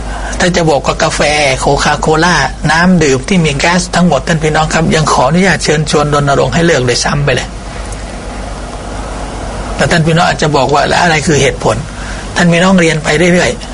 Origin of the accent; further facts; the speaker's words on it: Bangkok, Thailand; ผมเป็นมุสลิมผมเป็นคนไทยผมเกิดในประเทศไทยผมคนกรุงเทพแท้ๆ